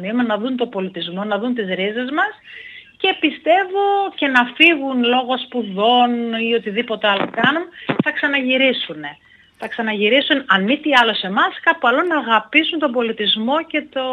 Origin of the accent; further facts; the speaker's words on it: Central Macedonia, Greece; now in Stagarades, Greece; εγώ είμαι από τους Σταγαράδες, μεγάλωσα και έζησα πολλά χρόνια στην πόλη και συνειδητά ήρθα αφού έκανα παιδιά στους Σταγαράδες.